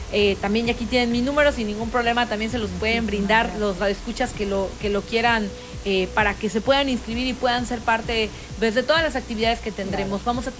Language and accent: Spanish; Mexico; porque también somos mexicanos